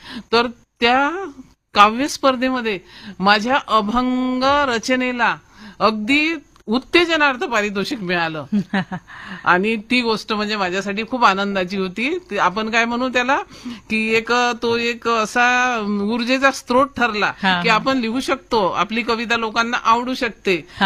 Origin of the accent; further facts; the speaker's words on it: Anjangaon Surji, Maharashtra, India; माझं माहेर सुरजी अंजनगाव अमरावती जिल्ह्यातलं